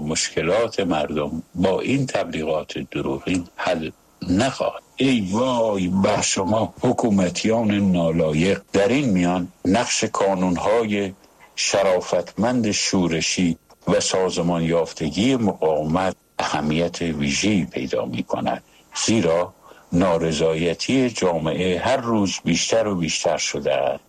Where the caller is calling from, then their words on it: Shiraz, Fars, Iran; از شیراز هستم.